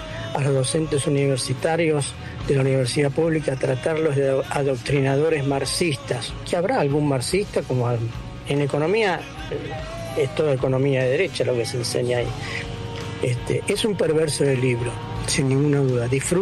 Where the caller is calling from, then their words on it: Cañuelas, Buenos Aires Province, Argentina; de Cañuela soy.